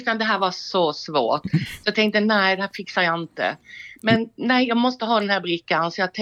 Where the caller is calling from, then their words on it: Nyhamnsläge, Skåne, Sweden; Jag är en glad pensionär här hemma i Nyhamns läge och innan har jag jobbat som lärare i 40 år.